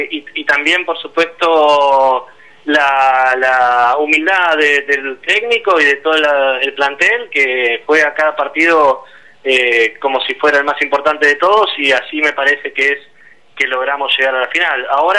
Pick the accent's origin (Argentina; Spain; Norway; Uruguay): Argentina